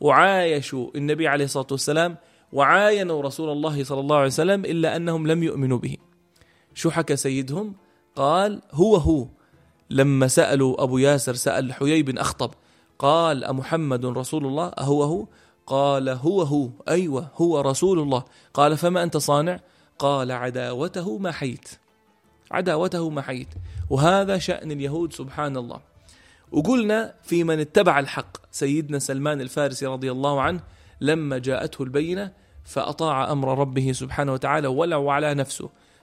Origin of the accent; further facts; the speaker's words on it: Jordan; إحنا اليوم بالأردن